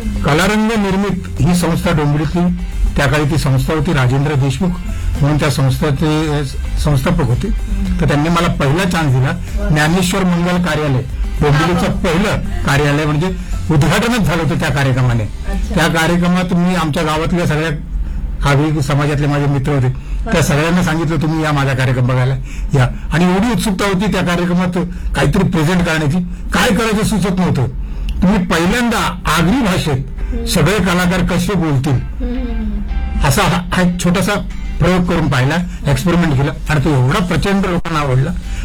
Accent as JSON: {"language": "Marathi", "town": "Mumbai", "region": "Maharashtra", "country": "India", "tie": "born or raised there", "said": "मी आधी मुंबईत राहायचो. वरळी कोळीवाडा हे माझं गाव, आणि कोळीवाडा म्हटलं की संपूर्ण कोळ्यांचं गाव येते."}